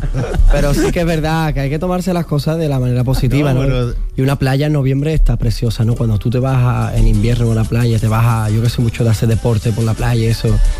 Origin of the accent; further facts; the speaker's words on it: Andalusia, Spain; Casi soy de Cádiz, antes de que Sevilla, pero estoy todos los días, me escapo por Cádiz, tengo muchos amigos.